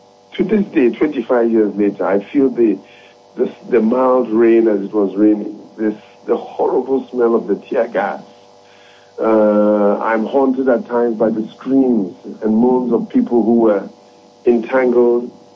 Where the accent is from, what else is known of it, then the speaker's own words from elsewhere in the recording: Ghana; as a Ghanaian